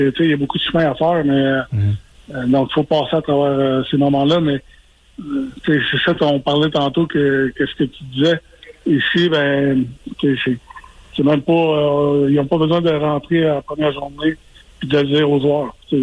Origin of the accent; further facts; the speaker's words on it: Quebec, Canada; étant donné que je suis Québécois, ben, je n'entends parler parce que j'ai un peu partout sur les réseaux sociaux